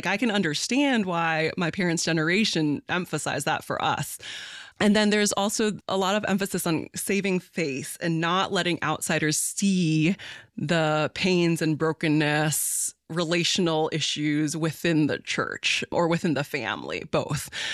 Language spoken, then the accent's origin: English; United States; I was just so fundamentally formed by Christianity, especially the flavor of it that I grew up with in America.